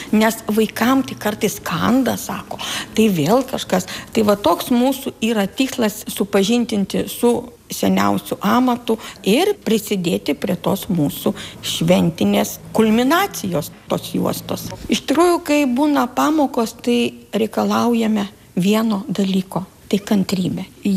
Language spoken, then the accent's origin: Lithuanian; Panevėžys County, Lithuania; Tai aš pati esu iš Pasvalio krašto, augusi kaime